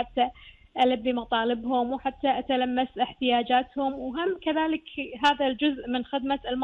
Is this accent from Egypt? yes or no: no; Kuwait; حق بلدنا الكويت